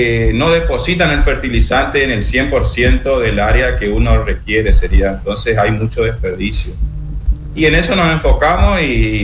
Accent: Santa Lucía, Corrientes, Argentina; now in Resistencia, Argentina; Yo soy oriundo de Corrientes, Santa Lucía, pero bueno, estoy viviendo acá hace 10 años en Resistencia Chaco.

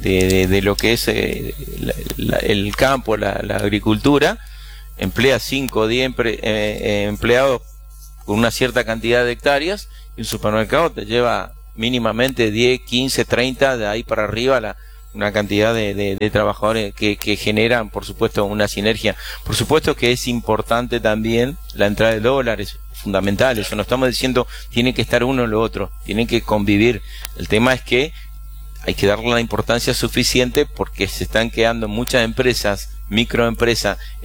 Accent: Argentina

